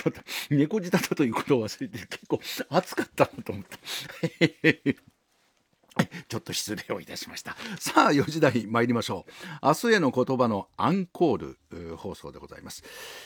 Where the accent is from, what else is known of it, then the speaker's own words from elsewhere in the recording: Ota, Tokyo, Japan; 私の実家の近くの馬込の大田区なんですけどね